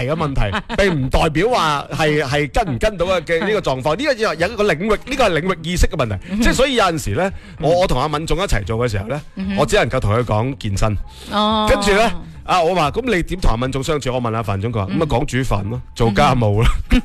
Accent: Guangzhou, Guangdong, China; 我作为广州人

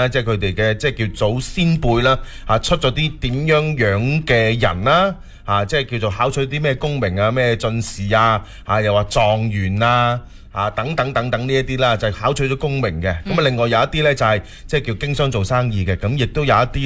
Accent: Foshan, Guangdong, China; accent: Chancheng Foshan; also born or lived in Xiqiao, Nanhai; 我喺禅城大咁样可能会带一啲嘅呢个禅城佛山嘅口音。

